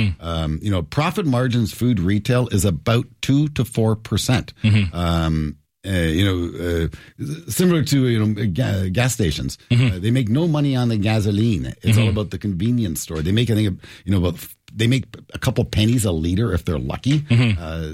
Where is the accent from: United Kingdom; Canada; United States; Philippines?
Canada; born there; I was born in Canada. My parents immigrated from Germany.